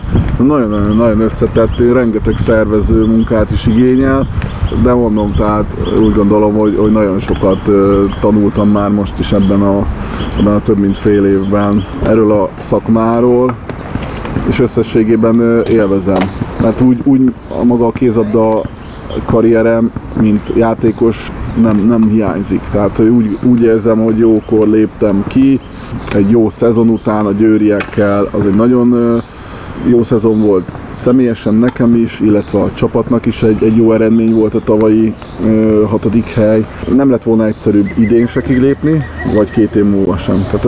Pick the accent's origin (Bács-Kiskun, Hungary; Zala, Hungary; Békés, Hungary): Békés, Hungary; Orosháza; also born or lived in Tata / Tatabánya; now in Szeged, Hungary; Gyakorlatilag Orosházán születtem, ott nőttem föl, Szegeden voltak a legszebb éveim, egymáshoz 40 perc távolságra van, szóval én egész fél életemet ezen a 40 percen éltem